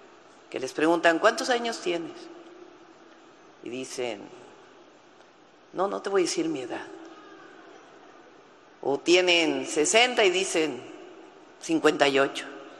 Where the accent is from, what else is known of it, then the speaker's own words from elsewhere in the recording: Mexico City, Mexico; born there; Yo nací en la Ciudad de México. Tengo 63 años. Voy a cumplir 64 ya en este mes.